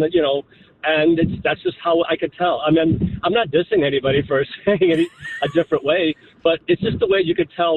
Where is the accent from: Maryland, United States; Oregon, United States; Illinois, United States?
Illinois, United States; Chicago; moved away as an adult; now in Skokie, United States; I've lived in Chicago my whole life. I was born in Chicago. And I just moved to Skokie 4 years ago.